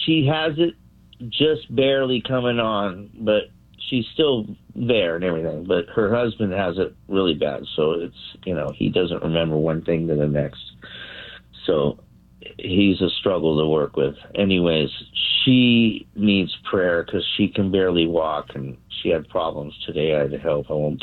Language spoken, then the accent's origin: English; Burbank, California, United States; born there; he's in St. Joseph, where I was born in Burbank.